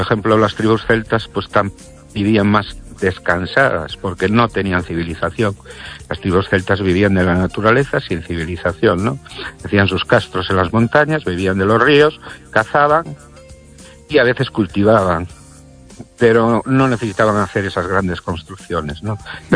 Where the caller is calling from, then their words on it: Vélez, Spain; de Vélez.